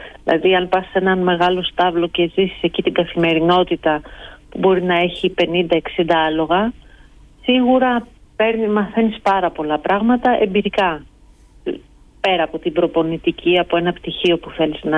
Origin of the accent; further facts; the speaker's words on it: Ioannina, Epirus, Greece; είμαι από τα Γιάννενα, οπότε το χωριό του παππού μου ήταν η Δοδόνη.